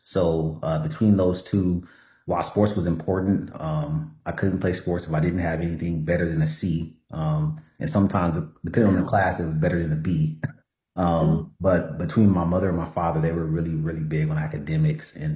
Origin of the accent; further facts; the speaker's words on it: Los Angeles, California, United States; I grew up in South Central LA, first college generation of graduate.